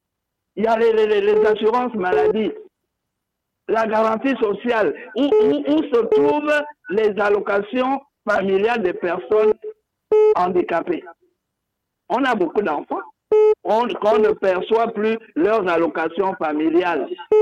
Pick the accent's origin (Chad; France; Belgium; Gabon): Gabon; Les prochains 100 jours, les handicapés doivent être satisfaits parce que nous sommes aussi des Gabonais.